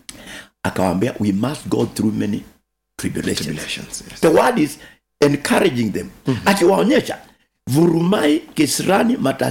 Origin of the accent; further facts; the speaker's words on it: Kenya; Kamwambia mimi ni Kenya.